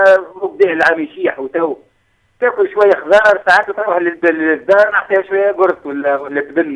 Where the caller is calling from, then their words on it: Bazina, Tunisia; من بازينة.